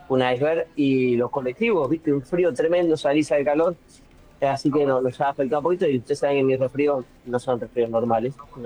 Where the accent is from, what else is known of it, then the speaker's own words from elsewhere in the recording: Mendoza, Argentina; Que se van enterando y te van escribiendo y vénganse para acá, que somos mendocinos.